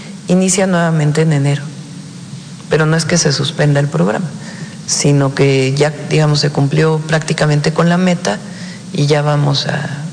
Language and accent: Spanish; Mexico; Somos humanistas y somos mexicanos.